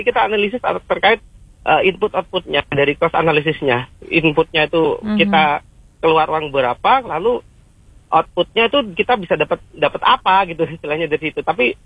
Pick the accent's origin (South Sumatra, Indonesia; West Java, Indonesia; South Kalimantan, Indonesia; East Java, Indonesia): East Java, Indonesia; Jember; Karena kenapa di kota saya di Jember ini ya, ini ada peningkatan yang sangat signifikan